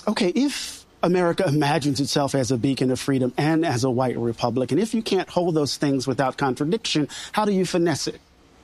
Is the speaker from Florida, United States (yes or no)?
no; Mississippi, United States; Maybe it's because I'm from Mississippi.